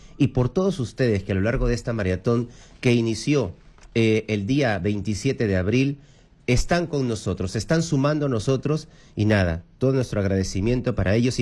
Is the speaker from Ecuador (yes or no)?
no; Ica, Peru; Así que Ica, que es mi tierra ahí querida, porque ahí he hecho mis raíces, te cuento, ¿no?